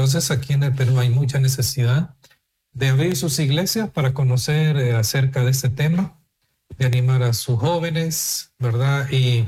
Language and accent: Spanish; El Salvador; moved away; yo fui pastor por muchos años, ¿verdad? En El Salvador, en mi país, en la Iglesia Bautista Miramonte